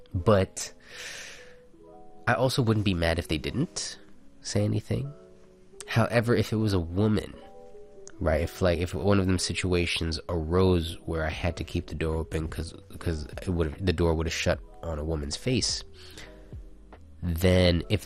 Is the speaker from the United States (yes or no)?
no; Oman; first language English; I'm an Omani, but I spent a lot of my life being half Omani, right? So I'm half Omani, half Filipino, and my parents didn't speak each other's languages. So my mom didn't speak Arabic and my dad didn't speak Tagalog, but they both spoke in English.